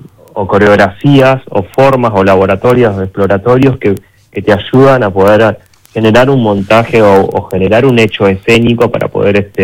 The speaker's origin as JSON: {"language": "Spanish", "town": "Río Gallegos", "region": "Santa Cruz", "country": "Argentina", "moved": "yes", "said": "En el año 2003, cuando recién me fui de Río Gallegos, yo me fui trabajando como parte del elenco del Ballet Salta en ese momento, con Hugo y Marina Jiménez."}